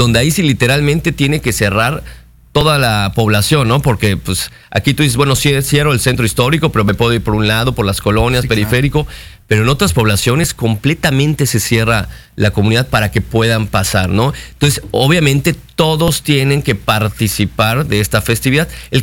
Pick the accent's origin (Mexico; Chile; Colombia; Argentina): Mexico; Mérida, Yucatán; nosotros como, digamos, yucatecos, como meridanos